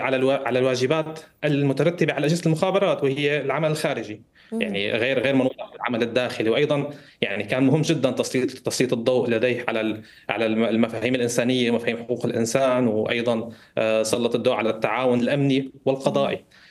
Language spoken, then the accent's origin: Arabic; Syria; now in Doha, Qatar; نحن كسوريين